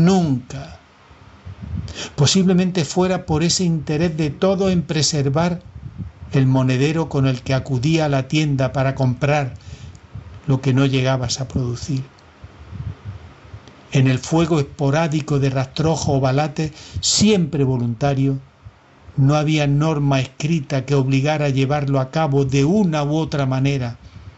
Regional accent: Fonelas, Andalusia, Spain; moved away as an adult; Soy de ese lugar amplísimo, un valle hermosísimo, la Hoya de Guadix, con pueblos como el mío, Fonelas, enclavado entre la vega, la de vida azul y verde, y los espectaculares paisajes de montes, de vegetación de matorral

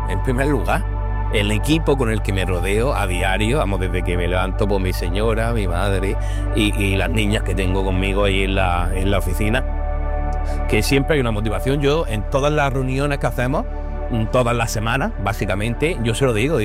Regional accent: Almería, Andalusia, Spain; es que soy yo muy de Almería.

